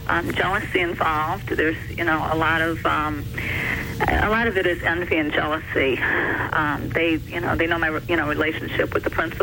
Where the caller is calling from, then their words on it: Livonia, Michigan, United States; I'm calling from Livonia, Michigan